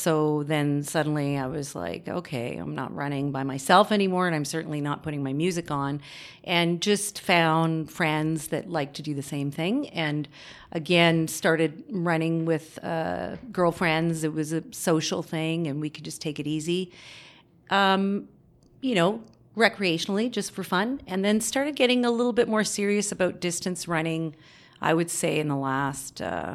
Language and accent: English; Ontario, Canada; moved away as an adult; also born or lived in Calgary, Canada; now in Whitehorse, Canada; I live here in Whitehorse, born and raised in Ontario, west of Ottawa, and came to the UConn in 1996 to do a master's in geology in the Mayo area.